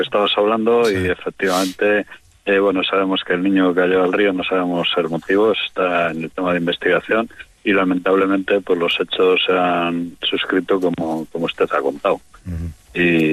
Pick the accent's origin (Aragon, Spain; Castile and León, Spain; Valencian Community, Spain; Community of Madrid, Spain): Castile and León, Spain; Venta de Baños; born there; Yo, mira, soy nacido aquí en Venta de Baños, sí. Lo conozco todo eso